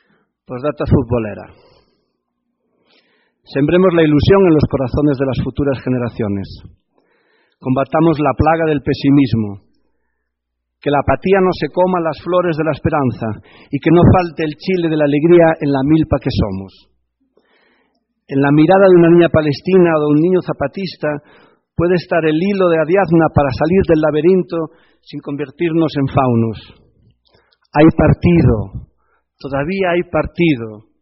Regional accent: Galicia, Spain; Y eso que soy más gallego que el padre de Mafalda, de Manolito, en las historias de Mafalda.

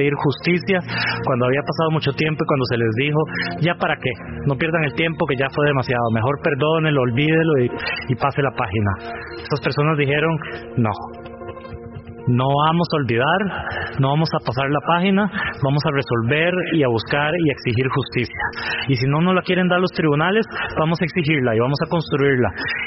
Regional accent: Costa Rica; Para mí, como diputado de la Asamblea Legislativa, como costarricense y como joven, es un honor darles la bienvenida en este espacio.

